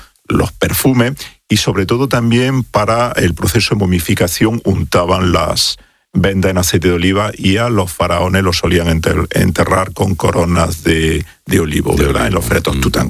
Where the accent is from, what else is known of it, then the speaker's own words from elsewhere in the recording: Jaén, Andalusia, Spain; botella de aceite de oliva de mi tierra de Jaén